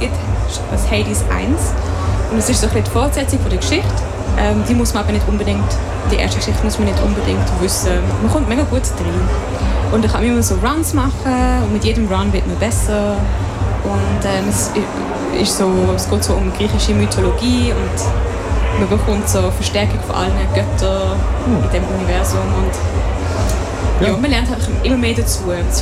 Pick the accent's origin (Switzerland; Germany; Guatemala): Switzerland; Basel, Basel-Stadt; accent: Basel German; Ich sage immer, ich bin aus Basel. Mein Dialekt ist schon mega fest baslerisch.